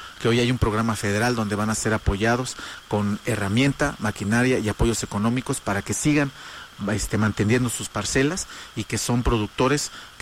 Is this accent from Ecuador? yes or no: no; Oaxaca, Mexico; estamos muy contentos como oaxaqueños